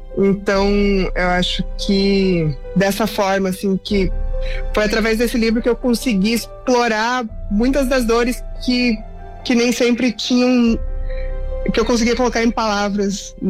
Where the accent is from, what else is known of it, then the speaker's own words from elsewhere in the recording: Balneário Camboriú, Santa Catarina, Brazil; also born or lived in Passo Fundo; now in Curitiba, Brazil; Sim, eu nasci no Rio Grande do Sul, né? Morei até mais ou menos metade da minha vida em Passo Fundo, Rio Grande do Sul, e me criei basicamente em Balneário Camboriú, Santa Catarina, para depois na vida adulta morar em Curitiba